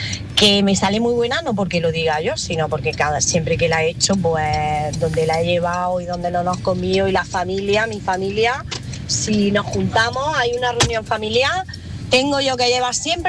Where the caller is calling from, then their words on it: Macael, Andalusia, Spain; me llamo desde Almería, un pueblecito que se llama Macael.